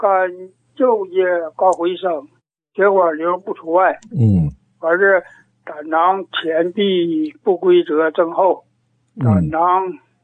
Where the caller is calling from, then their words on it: Dalian, Liaoning, China; 我是大连的。我就70岁。